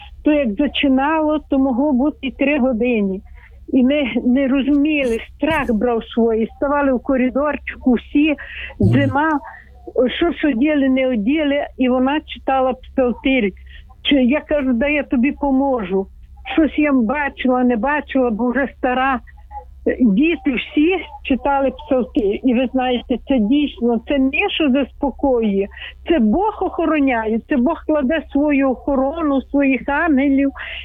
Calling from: Chernivtsi, Chernivtsi Oblast, Ukraine; бо ми з Чернівців, Західна Україна.

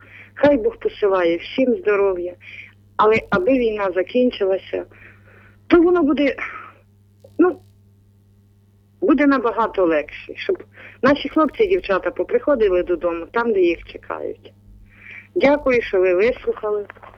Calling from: Bila Tserkva district, Kyiv Oblast, Ukraine; я сама з Київщини, з Білоцерківського району.

